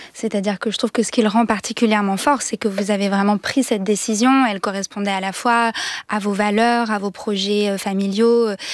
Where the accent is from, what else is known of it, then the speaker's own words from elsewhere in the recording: Auvergne-Rhône-Alpes, France; born there; moved away; moi, c'était un peu ce que je ressentais dans l'Allier, c'est-à-dire effectivement les haies du bocage bourbonnais